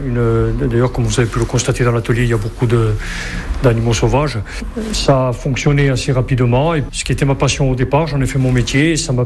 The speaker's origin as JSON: {"language": "French", "region": "Corsica", "country": "France", "tie": "born or raised there", "moved": "as an adult", "said": "À la base, je suis originaire de Lévis. Ce qui est devenu mon atelier était au départ une maison de famille où ont vécu mes grands-parents. Comme beaucoup de Corses, à 18 ans, je suis parti faire mes études sur le continent en sciences."}